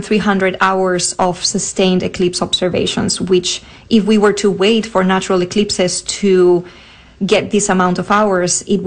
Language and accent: English; Spain; I am from Spain.